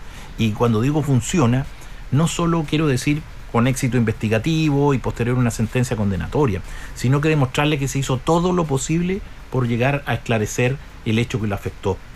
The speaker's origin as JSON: {"language": "Spanish", "region": "Ñuble", "country": "Chile", "tie": "born or raised there", "said": "Yo soy de Ñuble desde toda mi vida, nacido, criado acá en esta región"}